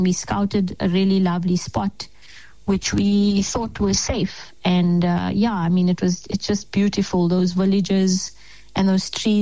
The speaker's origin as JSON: {"language": "English", "country": "South Africa", "said": "being South African now with, you know, with all the court case and all of those things that, you know, they associate South Africans with."}